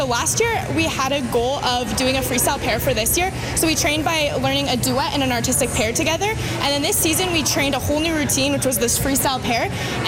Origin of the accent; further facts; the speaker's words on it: Regina, Saskatchewan, Canada; I'm from Regina, Saskatchewan.